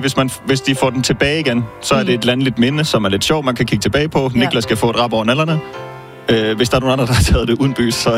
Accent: Region of Southern Denmark, Denmark; accent: Jutlandic; moved away; Vi kom fra Vejen Kommune.

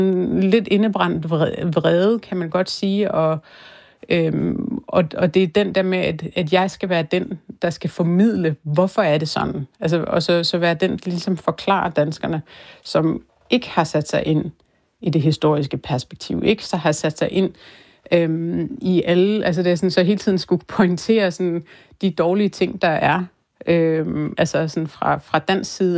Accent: Greenland; moved away as an adult; now in Denmark; de ved godt, jeg har nogle grønlandske aner, men det er mange, der egentlig sådan, så bliver overrasket over, at jeg var 21, da jeg flyttede til Danmark.

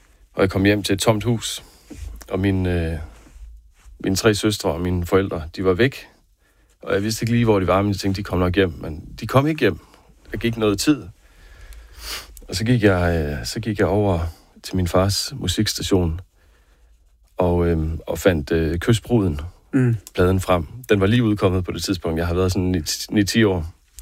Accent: Herning, Central Denmark Region, Denmark; Herning Banegård, hvor jeg voksede op

